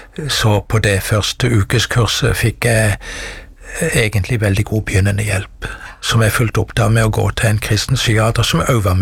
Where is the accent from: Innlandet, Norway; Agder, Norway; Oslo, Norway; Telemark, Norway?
Agder, Norway; Mandal; i Mandal der jeg vokste opp.